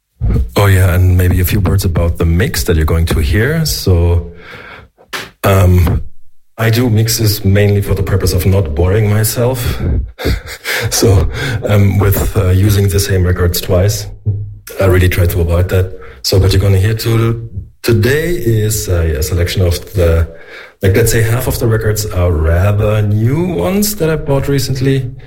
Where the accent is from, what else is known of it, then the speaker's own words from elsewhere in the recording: Berlin, Germany; I'm from Berlin.